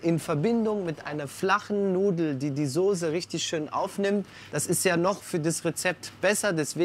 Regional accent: Germany; Ich kenne es auch aus meiner Jugend in Deutschland

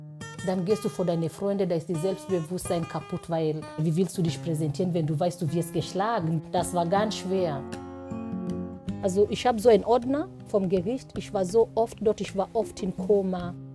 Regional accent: Kenya; now in Germany; Ich komme aus Kenia.

